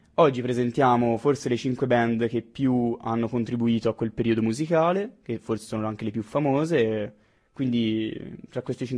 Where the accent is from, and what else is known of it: Florence, Tuscany, Italy